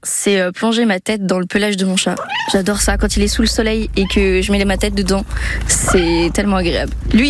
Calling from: Reims, Grand Est, France; Je sais que je suis de Reims parce que quand je vois les pavés sur les routes, j'adore ça.

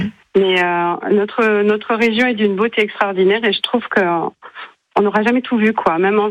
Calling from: Aubenas, Auvergne-Rhône-Alpes, France; On est riche ici

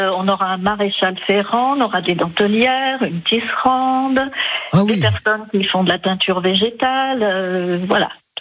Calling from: Saint-Gengoux-le-National, Bourgogne-Franche-Comté, France; Je vous appelle de Saint-Jean-Goux-le-National.

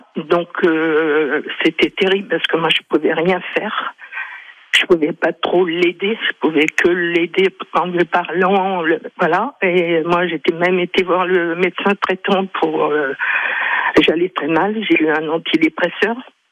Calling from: Châtellerault, Nouvelle-Aquitaine, France; Bonjour, oui, je suis à Châtellerault.

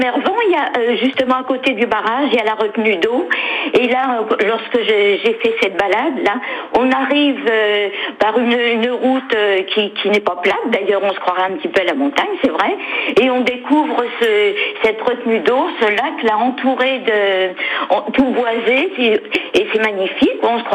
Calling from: Pays de la Loire, France; pour moi, il y a un petit peu de montagne chez nous en Vendée.

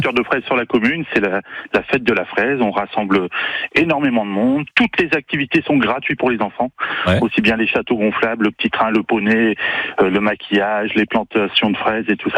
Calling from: Violaines, Hauts-de-France, France; bonjour à tous.

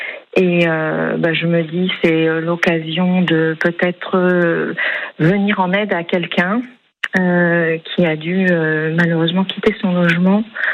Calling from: Pays de la Loire, France; je vous appelle depuis Saint-Pluche-sur-Loire, qui est une commune limitrophe de Nantes.

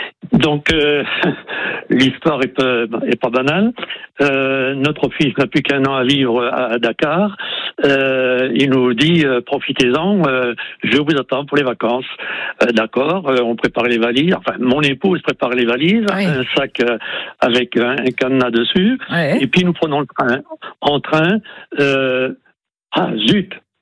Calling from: Mauguio, Occitanie, France; Je suis à Moggio depuis 72, oui.

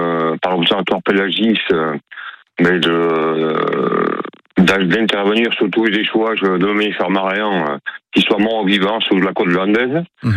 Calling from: Capbreton, Nouvelle-Aquitaine, France; De Cap-Breton.

